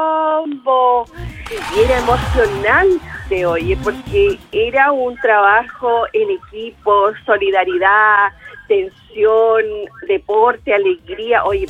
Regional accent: Concepción, Biobío, Chile; yo fui criada en Collao

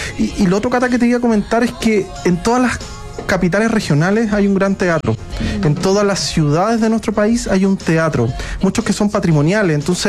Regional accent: Chile

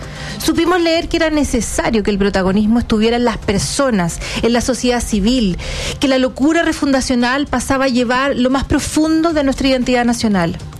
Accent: Chile; Hoy, 4 de septiembre, me siento más chilena que nunca.

